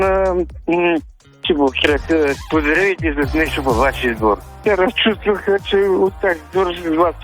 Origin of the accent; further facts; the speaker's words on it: Burgas, Burgas Province, Bulgaria; от Бургас съм.